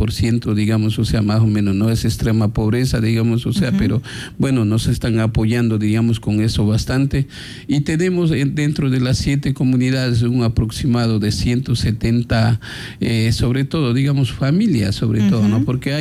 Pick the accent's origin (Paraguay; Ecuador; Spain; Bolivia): Ecuador; Santo Domingo de los Tsáchilas; tengo el respaldo de mi pueblo, de las 7 comunidades